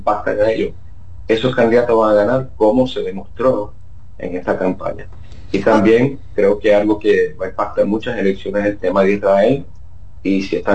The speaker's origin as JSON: {"language": "Spanish", "country": "Dominican Republic", "said": "yo me siento tan dominicano como el dominicano que nació allá, yo soy ciudadano dominicano con cédula"}